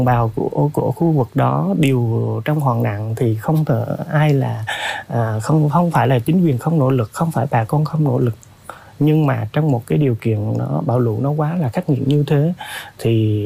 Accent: Hòa Thịnh, Đắk Lắk, Vietnam; như nhiều bà con ở vùng lũ Hòa Thịnh phía Đông Đắk Lắk quê tôi vẫn hay nói

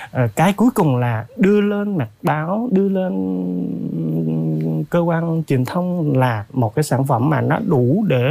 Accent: Hòa Thịnh, Đắk Lắk, Vietnam; như nhiều bà con ở vùng lũ Hòa Thịnh, phía đông Đắk Lắk quê tôi

